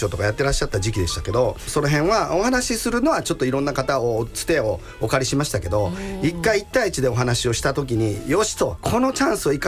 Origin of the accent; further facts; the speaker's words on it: Osaka, Japan; あの私は大阪で生まれ育って、うん、まあ、仕事はあの全国でやってて東京にも事務所があるんですけども、